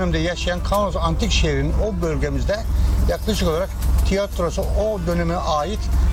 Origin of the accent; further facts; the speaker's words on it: Köyceğiz, Muğla, Turkey; Ben doğumum buralıyım ve de çok şanslıyım.